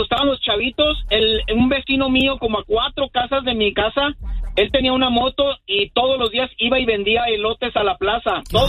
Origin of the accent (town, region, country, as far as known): Tlaquepaque, Jalisco, Mexico; born or raised there; now in Las Vegas, United States